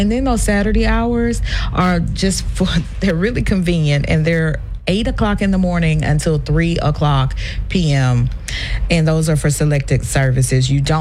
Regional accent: Tuscaloosa, Alabama, United States; born there; Bryant and the Tuscaloosa schools, they're always going to have a special place in my heart. They're my hometown teams.

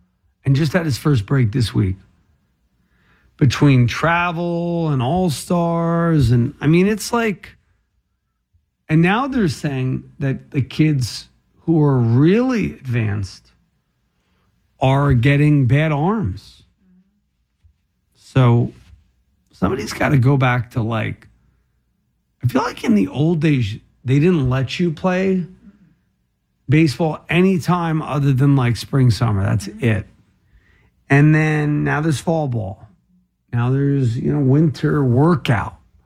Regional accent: New Jersey, United States; I'm from Ocean County.

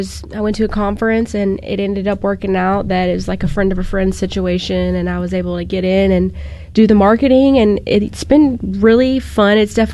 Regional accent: Crystal Springs, Mississippi, United States; I grew up in Crystal Springs, actually. So, you know, right over yonder, but I claim Jackson for the most part.

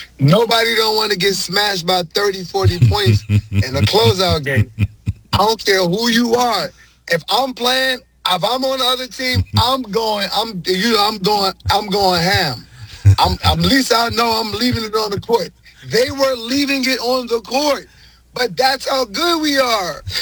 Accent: New York, United States; I'm from New York, whole life.

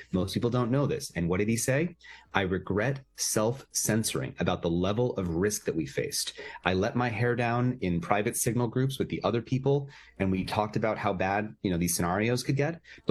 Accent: California, United States; so I'm from Silicon Valley.

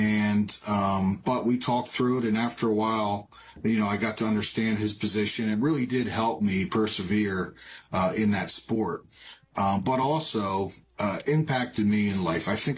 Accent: Jacksonville, New Jersey, United States; I'm from Jacksonville, New Jersey. I am the third child, two older brothers, one younger sister.

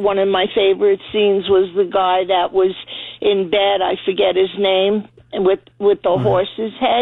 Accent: New York, United States; Oh, well, I'm Italian. I grew up in New York.

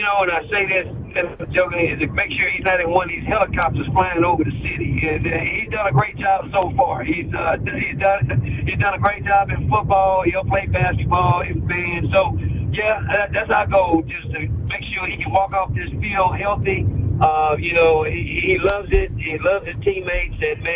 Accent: Waco, Texas, United States; Where we grow up, I'm from Waco, Texas, where Baylor University is at.

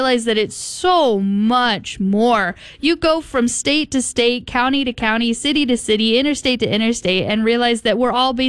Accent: United States; I'm an American.

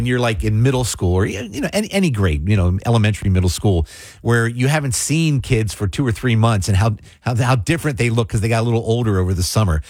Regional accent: Mays Landing, New Jersey, United States; So where I grew up in Mays Landing, we had Oakcrest High School.

